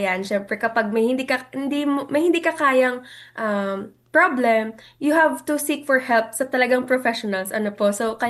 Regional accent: Lukban, Calabarzon, Philippines; And we also have here our longganisa lukban, of course, since I'm from Lukban

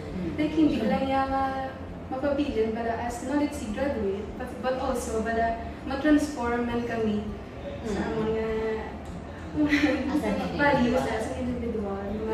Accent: Silay City, Negros Occidental, Philippines; I'm from Silayo City.

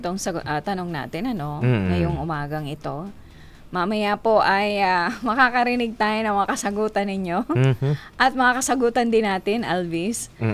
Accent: Tiwi, Bicol Region, Philippines; we're from Tiwi.

